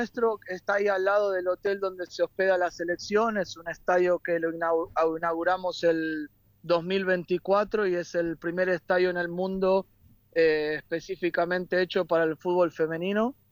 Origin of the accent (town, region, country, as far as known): Buenos Aires, Argentina; born or raised there